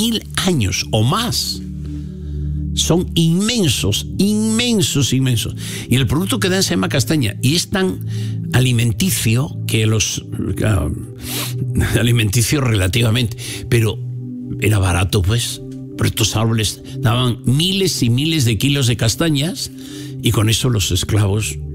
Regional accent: Castile and León, Spain; Una es esta de mi pueblo, bueno, de la comarca, unos 6-5 kilómetros de mi casa

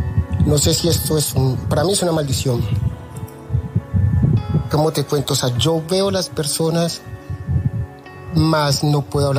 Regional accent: Colombia; now in Peru; Yo soy colombiano, pero vivo ahora en Perú.

